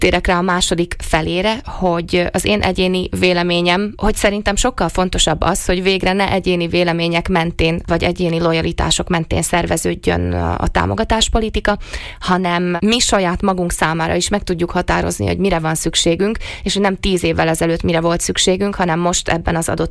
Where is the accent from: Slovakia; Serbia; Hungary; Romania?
Slovakia; szlovákiai magyarként ez egy nagyon specifikus helyzet